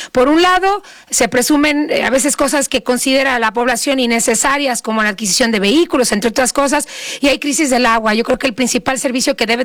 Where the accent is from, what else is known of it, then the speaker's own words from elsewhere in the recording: Sonora, Mexico; Yo que soy de Sonora